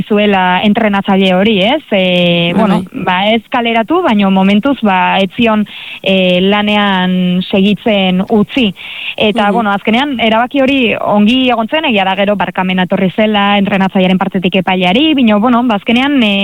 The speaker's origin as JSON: {"language": "Basque", "town": "Lesaka", "region": "Navarre", "country": "Spain", "said": "nire herrian, Lesakan"}